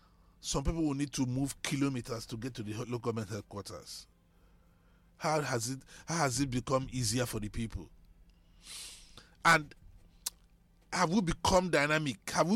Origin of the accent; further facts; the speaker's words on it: Nigeria; I am a Nigerian